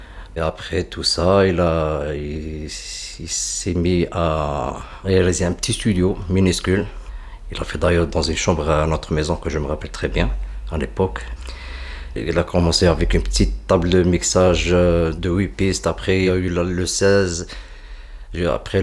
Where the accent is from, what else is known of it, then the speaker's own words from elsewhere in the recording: Tlemcen, Tlemcen Province, Algeria; Là, actuellement, on est à Tlemcen, ma ville natale, celle de mon père et des grands-pères. Tlemcen, voilà, c'est la frontière du Maroc.